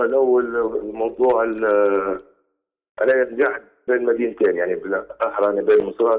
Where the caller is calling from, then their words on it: Tripoli, Tripolitania, Libya; أنا طبعا من طرابلس، لكن نمشي يعني مصراتة مرة بعد شهر مرة شهرين